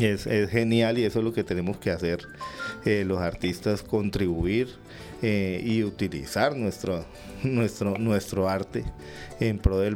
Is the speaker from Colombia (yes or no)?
yes; Arauca, Colombia; por eso somos llaneros, ¿no? Y se estableció esa cultura de caballo, toro y jinete aquí en esta región. Somos evidentemente colombo-venezolanos, porque pues nuestra familia más de la mitad está en Venezuela.